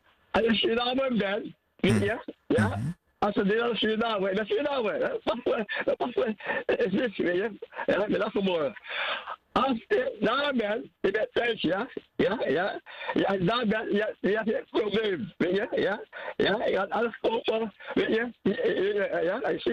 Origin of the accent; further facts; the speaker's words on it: Netherlands; now in Suriname; Ik ben Nederlander, hier in Suriname, ja, als je ziek bent, ik ben nummer 1.